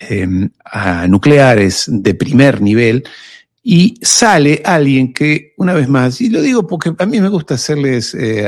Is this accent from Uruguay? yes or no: yes; Uruguay; Yo soy uruguayo